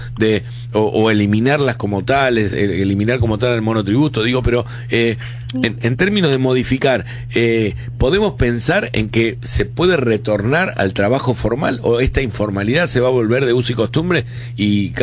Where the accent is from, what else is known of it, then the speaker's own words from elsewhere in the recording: Argentina; y hemos ido de las AFJP, o sea, como un péndulo, como lo hacemos como argentinos más de una vez